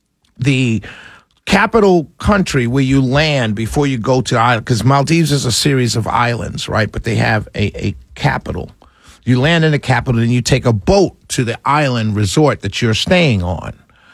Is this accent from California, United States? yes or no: no; New York City, New York, United States; now in the South, United States; I was raised in Harlem, New York.